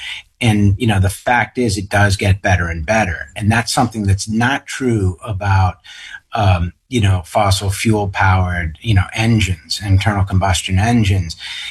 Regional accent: Wayland, Massachusetts, United States; now in Concord, United States; when I was growing up in Wayland

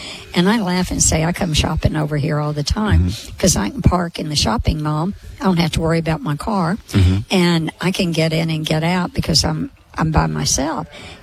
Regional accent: Arkansas, United States; now in Oklahoma, United States; I'm from Arkansas, and when I go home

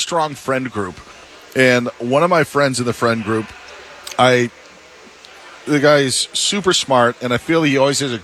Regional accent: Wisconsin, United States; my home state of Wisconsin, Illinois, Indiana, Michigan, Ohio

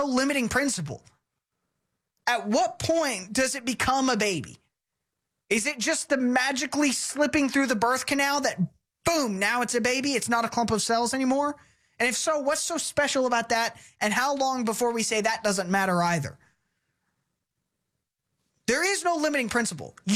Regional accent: Texas, United States; But to be honest, I'm a Texan. My history started in 1835.

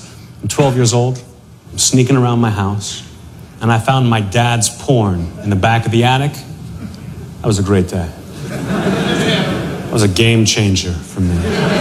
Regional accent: Pittsburgh, Pennsylvania, United States; I'm from Pittsburgh originally.

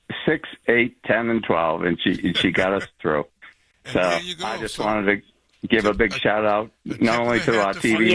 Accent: Dorchester, South West England, United Kingdom; Yeah. We grew up in Dorchester back in the day.

